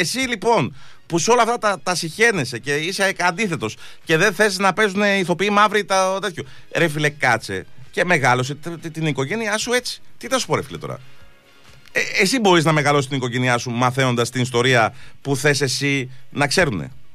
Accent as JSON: {"language": "Greek", "country": "Greece", "said": "εγώ και εσύ που είμαστε Έλληνες"}